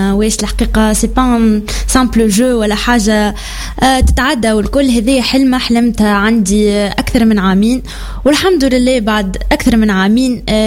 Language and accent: Arabic; Tunisia; إحنا في تونس